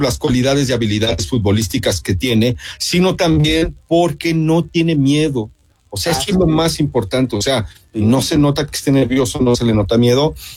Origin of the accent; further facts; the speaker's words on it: Mexico; me presento como un mal mexicano, ¿no? Soy un mal mexicano